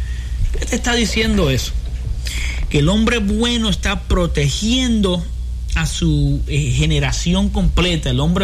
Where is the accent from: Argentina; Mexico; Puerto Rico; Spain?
Puerto Rico; Muchas veces, como buen puertorriqueño o hispano que somos, ¿verdad?